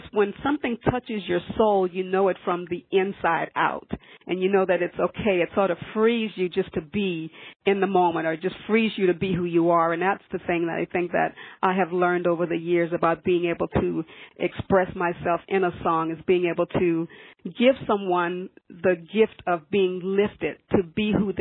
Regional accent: Louisiana, United States; I grew up in Louisiana with a family of 13 siblings. I am the youngest of 8 girls and 4 boys.

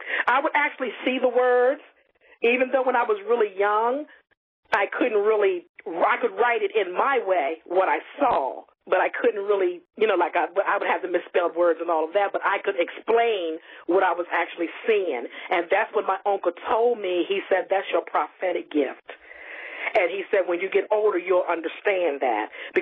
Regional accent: Ridgely, Maryland, United States; Well, I am originally from Ridgely, Maryland, and it's a small country town, and my grandmother was a gifted musician.

